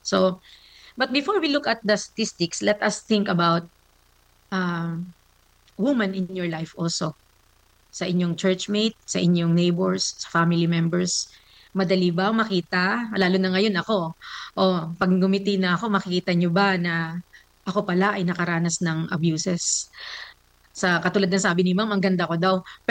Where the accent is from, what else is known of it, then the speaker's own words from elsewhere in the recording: Daet, Bicol Region, Philippines; Daet, Ma'am.